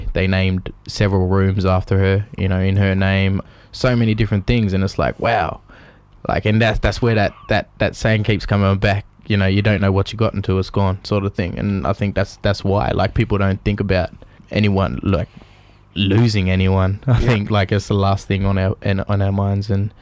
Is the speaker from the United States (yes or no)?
no; Mildura, Victoria, Australia; You know, she was an elder of the community I grew up in Mildura.